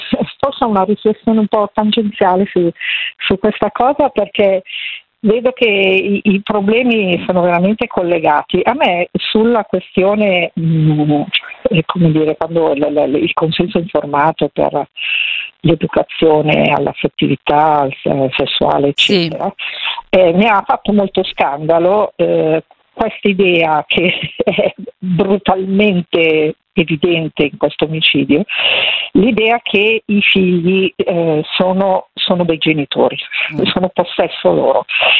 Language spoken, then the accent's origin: Italian; Milan, Lombardy, Italy; Sono di Milano, diciamo, è tanto che non ci vado per impossibilità, diciamo, organizzative, psicosociali. No, sono più anziana